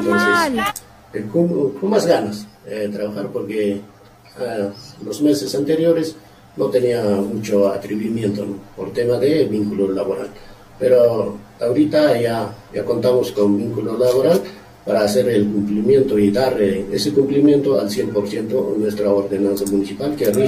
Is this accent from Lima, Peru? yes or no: no; Challhuahuacho, Apurímac, Peru; como cotabamino, como chalobochino, quiero a mi pueblo también